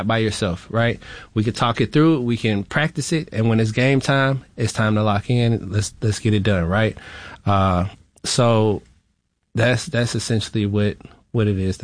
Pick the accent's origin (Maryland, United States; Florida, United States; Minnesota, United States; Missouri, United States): Florida, United States; I was raised in Florida, so I can relate to the families